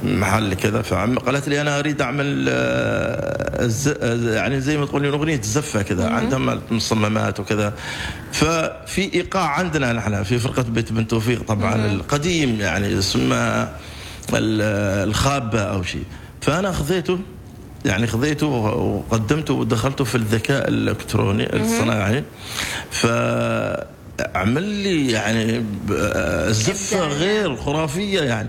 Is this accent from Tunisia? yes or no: no; Oman; هذا شيء يشرفنا كلنا كعمانيين